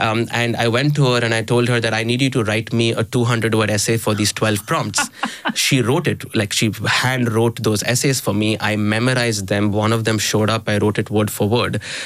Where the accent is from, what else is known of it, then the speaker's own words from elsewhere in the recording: Chennai, Tamil Nadu, India; first language Tamil; English is a second language; I'm from South India, from Chennai, in a state called Tamil Nadu, where we don't speak Hindi. The state, the regional language is Tamil in that space. So I grew up speaking Tamil at home. We grew up speaking Hindi at home as well.